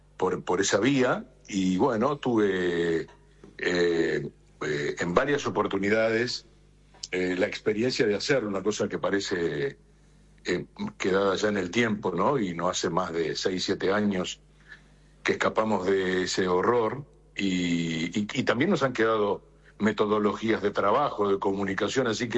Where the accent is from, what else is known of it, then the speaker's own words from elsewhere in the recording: Santa Fe Province, Santa Fe, Argentina; nos intercambiamos unas emociones como santafesinos que somos también